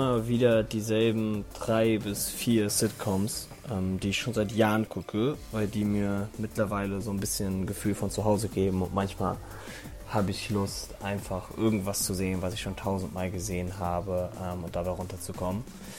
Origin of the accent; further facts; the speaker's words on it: Hamburg, Germany; Ich komme aus dem wunderschönen Hamburg.